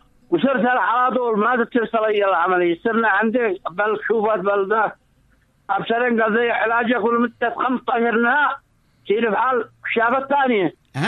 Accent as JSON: {"language": "Arabic", "town": "Bani Matar", "region": "Sana'a Governorate", "country": "Yemen", "said": "من بني مضار."}